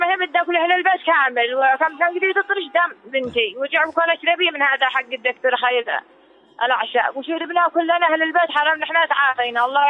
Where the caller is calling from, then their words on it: Sanaa, Amanat Al Asimah, Yemen; من صنعاء، من هنا